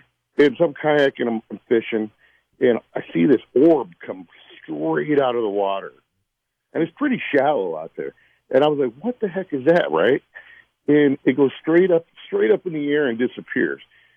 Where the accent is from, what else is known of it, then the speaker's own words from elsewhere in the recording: Naples, Florida, United States; I'm from Naples, Florida. Do you know where the 10,000 Islands are?